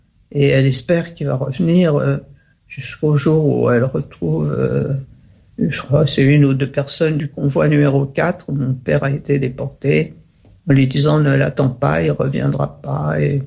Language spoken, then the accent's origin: French; Paris, Île-de-France, France; born there; also born or lived in Vendôme; je suis née à Paris. En fait, non, je suis née à Vendôme.